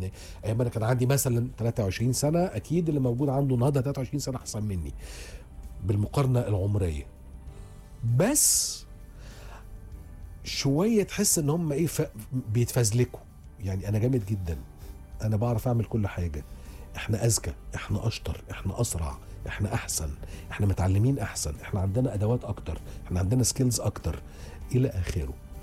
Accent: Egypt; اكيد التعليم في الدنيا مش بس عندنا في مصر

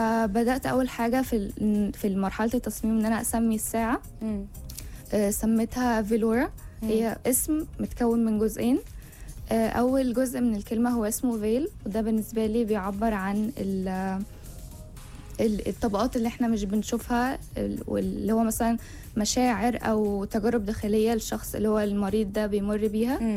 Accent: Egypt; وانا بس من مصر.

